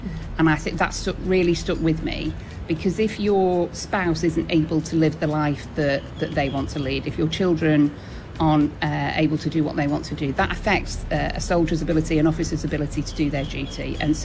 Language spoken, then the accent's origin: English; Stockport, North West England, United Kingdom; I mean, I'm from Stockport, and it gets to about 18 and everybody's got a strappy top and some flip-flops on.